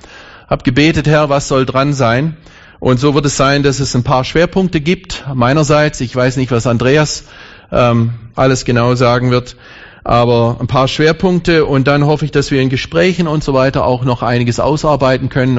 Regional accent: Thuringia, Germany; Ich komme aus dem Thüringer Wald. Wer schon mal im Thüringer Wald gewesen hier?

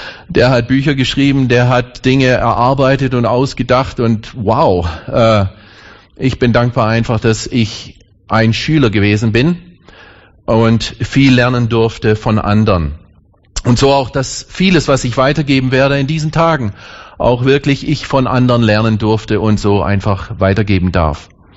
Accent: Thuringia, Germany; Ich komme aus dem Thüringer Wald. Wer schon mal im Thüringer Wald gewesen hier?

